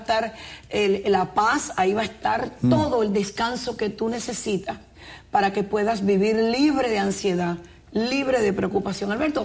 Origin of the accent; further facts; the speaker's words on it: Puerto Rico; also born or lived in Cuba; now in United States; yo soy cubana porque nací en Cuba, pero mis padres son del Líbano, así que soy libanesa, y me crié en Puerto Rico, así que...